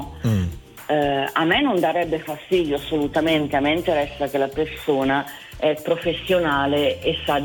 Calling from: Rosate, Lombardy, Italy; Sono di Rosate, in provincia di Milano.

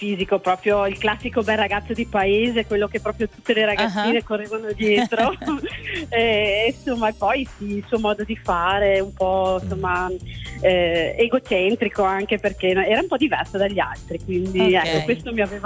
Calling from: Veneto, Italy; Siamo dalla provincia di Verona.

